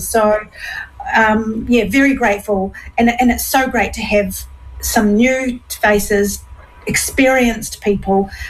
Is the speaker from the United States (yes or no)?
no; New Zealand; It's part of being a Kiwi